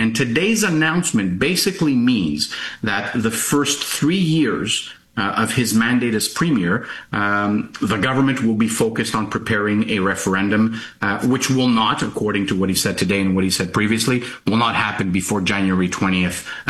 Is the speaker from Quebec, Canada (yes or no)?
yes; Quebec, Canada; I'm born and raised in Quebec. My roots are in Quebec.